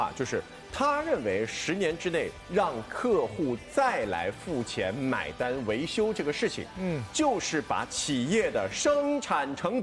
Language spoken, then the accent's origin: Chinese; Shanghai, China